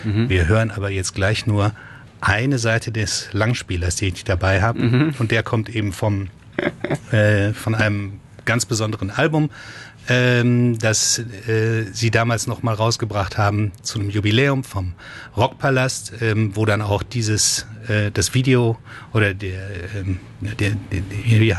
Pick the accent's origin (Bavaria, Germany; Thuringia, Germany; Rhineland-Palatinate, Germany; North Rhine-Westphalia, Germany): North Rhine-Westphalia, Germany; Hagen; born or raised there